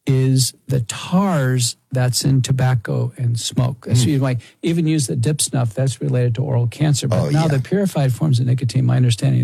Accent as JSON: {"language": "English", "region": "Texas", "country": "United States", "tie": "born or raised there", "said": "I grew up in Texas, so you know there were kids were dip snuffing."}